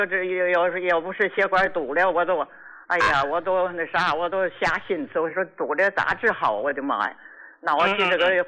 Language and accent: Chinese; Qinhuangdao, Hebei, China; 我秦皇岛的患者，我今年86了。